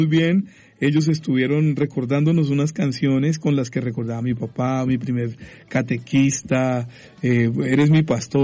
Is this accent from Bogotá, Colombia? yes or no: no; Cali, Valle del Cauca, Colombia; Yo soy de Cali, una ciudad donde la salsa juega un papel muy importante.